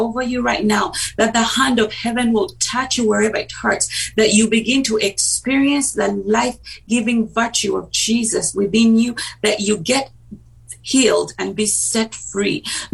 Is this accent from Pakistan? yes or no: no; Uganda; moved away as an adult; also born or lived in England; now in United States; Well, I went to law school back in my home country in Uganda. And when I got married, I moved to England, and eventually, as you pointed out, I moved to the US and moved to Alabama.